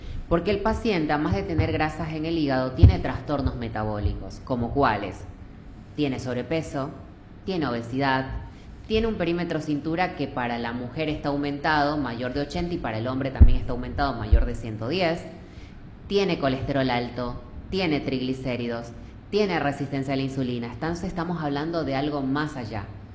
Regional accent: Ecuador; Nosotros como ecuatorianos

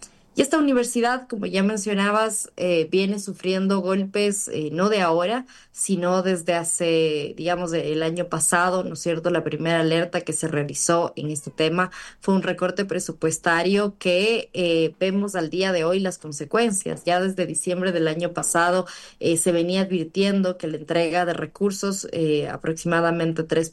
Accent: Ecuador; a nosotros como ecuatorianos y ecuatorianas

